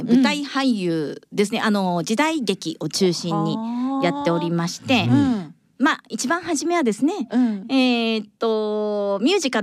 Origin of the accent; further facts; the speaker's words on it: Komatsu, Ishikawa, Japan; moved away as an adult; also born or lived in Tokyo; 石川県小松市出身です。